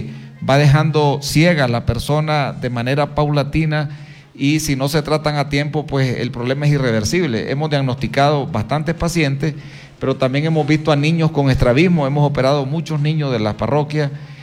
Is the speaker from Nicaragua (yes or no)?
yes; Nicaragua; moved away as an adult; now in Ecuador; Soy de Nicaragua, tengo la bendición de estar en Ecuador hace 10 años que vine a estas tierras.